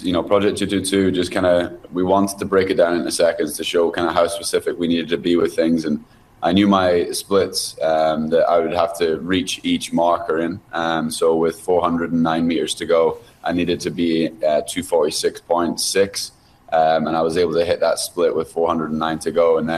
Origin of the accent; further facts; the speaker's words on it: United Kingdom; as a British athlete